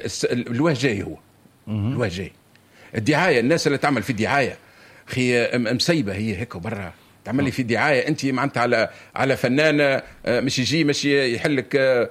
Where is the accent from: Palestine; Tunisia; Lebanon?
Tunisia; أنا كتونسي